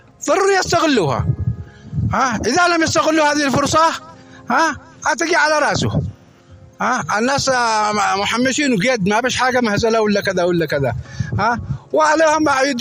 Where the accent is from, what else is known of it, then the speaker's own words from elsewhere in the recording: Taiz, Taiz Governorate, Yemen; أنا من أبناء تعز وأدعو أخواننا في تعز كافة